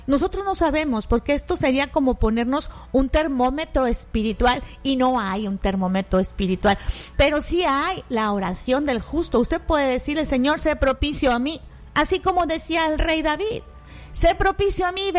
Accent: Monterrey, Nuevo León, Mexico; a todas las personas de Monterrey, de la cual pues yo pertenezco. Yo soy de Monterrey también

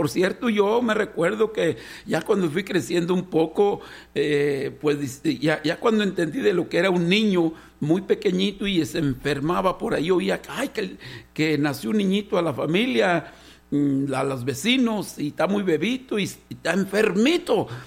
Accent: Guanajuato, Mexico; el Rincón de Alonso de Guanajuato, de donde yo vengo

